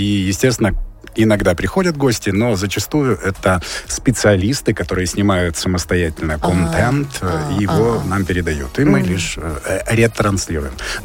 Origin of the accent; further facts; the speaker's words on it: Rostov-on-Don, Rostov Oblast, Russia; also born or lived in Moscow; now in Sochi, Russia; Я из Ростова-на-Дону. Я там родился, вырос.